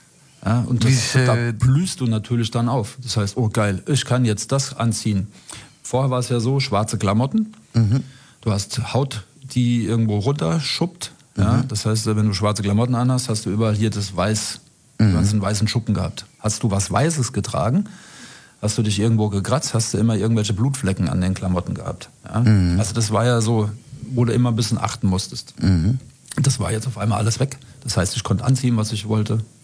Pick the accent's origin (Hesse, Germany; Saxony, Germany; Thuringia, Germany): Hesse, Germany; Frankfurt; born there; Aber die Stadt Frankfurt ist halt mein Geburtsort. Ich bin geboren in Fechenheim.